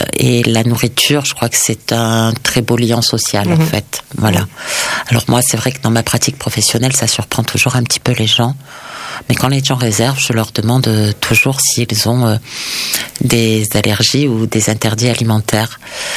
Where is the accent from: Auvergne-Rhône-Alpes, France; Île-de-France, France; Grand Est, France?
Auvergne-Rhône-Alpes, France; moi je suis une fille du Dauphiné. J'ai grandi dans le Dauphiné.